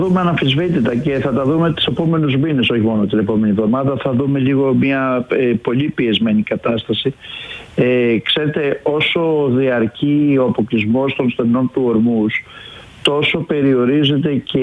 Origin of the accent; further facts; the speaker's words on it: Volos, Thessaly, Greece; είμαι βολιώτης